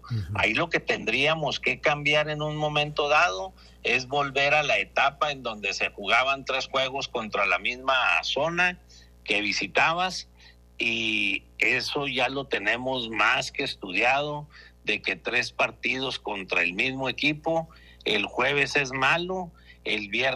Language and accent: Spanish; Mexico; Sin problema, todos somos mexicanos